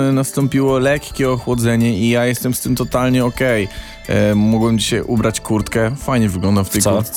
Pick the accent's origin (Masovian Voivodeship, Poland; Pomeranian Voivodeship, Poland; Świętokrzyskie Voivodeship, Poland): Masovian Voivodeship, Poland; Warsaw; Nie, jestem z Warszawy, mój drogi.